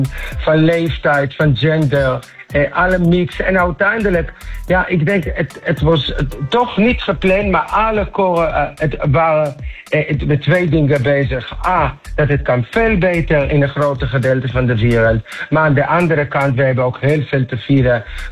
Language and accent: Dutch; Amsterdam, North Holland, Netherlands